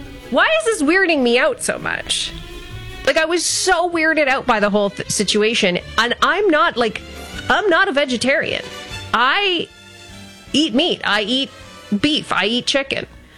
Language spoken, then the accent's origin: English; Ontario, Canada; Well, I'm wondering because I grew up in Essex County, so, you know, Lake St. Clair would be our Great Lake.